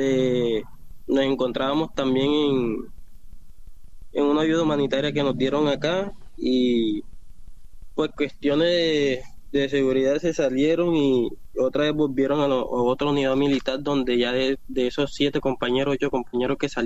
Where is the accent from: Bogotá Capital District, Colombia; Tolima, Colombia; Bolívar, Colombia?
Bolívar, Colombia; María La Baja; De María La Baja, Bolívar.